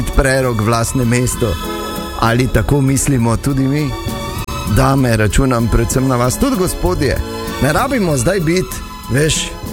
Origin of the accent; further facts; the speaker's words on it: Maribor, Drava, Slovenia; Ali sva iz Maribora tako kot on? Ja, torej ni razlike.